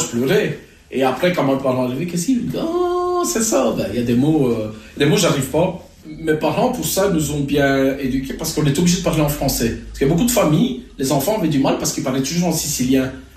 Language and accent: French; Belgium; On n'a jamais renié notre pays, on aime bien l'Italie, parce que, allez, non, on ne va pas renier l'origine de nos parents. Mais on est belge